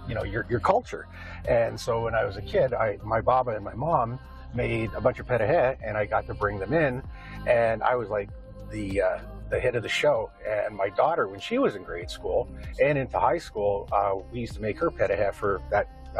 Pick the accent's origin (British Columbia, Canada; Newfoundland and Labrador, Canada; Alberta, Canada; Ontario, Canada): Ontario, Canada; Windsor; first language Ukrainian; English is a second language; growing up in Windsor, Windsor is a really, really multi-ethnic community, and the neighborhood I grew up in was very, very mixed. There was Italians, there was Polish people, there was Ukrainians, French.